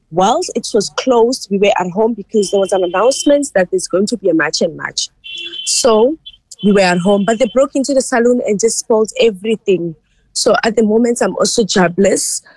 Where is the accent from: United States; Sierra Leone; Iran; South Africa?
South Africa; I grew up here in South Africa. My grandmother was a teacher here in South Africa, and I stayed with her. So I grew up here in South Africa. I didn't grow up in Ghana.